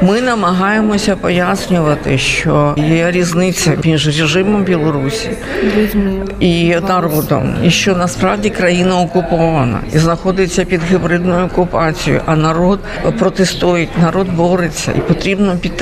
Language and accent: Ukrainian; Kyiv, Ukraine; Тому що, як киянка, я народилася в Києві